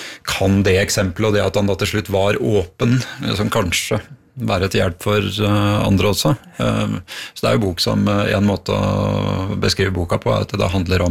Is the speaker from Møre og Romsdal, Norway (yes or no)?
no; Bjerkvik, Nordland, Norway; born or raised there